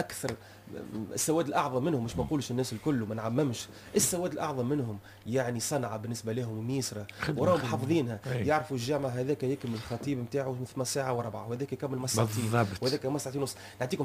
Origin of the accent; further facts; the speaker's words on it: Tunisia; مما اشتهر عندنا في تونس يعني